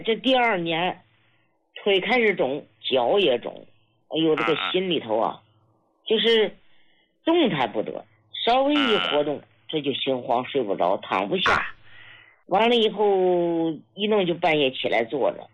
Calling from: Hebei, China; 我是河北的。哎，我今年79了。

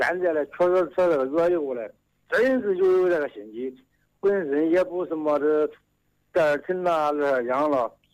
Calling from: Xiangyang, Hubei, China; 我是湖北襄阳这个浮漂中心村。一组。

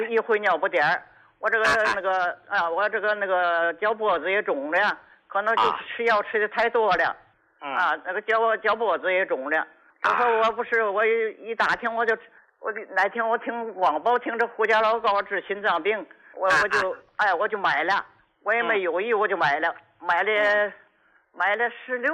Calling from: Qinhuangdao, Hebei, China; 我是秦皇岛的。

